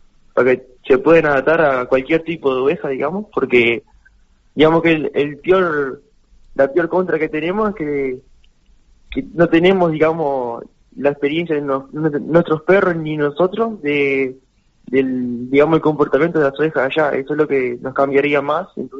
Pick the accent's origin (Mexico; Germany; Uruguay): Uruguay; Durazno; somos 3 uruguayos que vamos a estar representando a Uruguay.